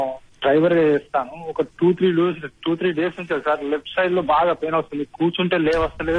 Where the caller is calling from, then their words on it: Warangal, Telangana, India; నేను వరంగల్ నుంచి మాట్లాడుతున్నాను మేడం. … ఏజ్ 4 ఉంటుంది మేడం.